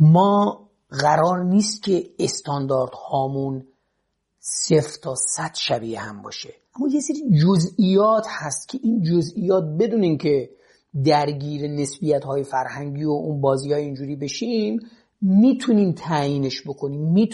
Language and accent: Persian; Gilan, Iran; من به عنوان یک گیلک